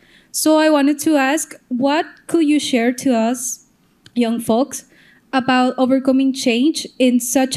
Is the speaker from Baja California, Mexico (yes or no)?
yes; Tijuana, Baja California, Mexico; I'm from Tijuana, Mexico.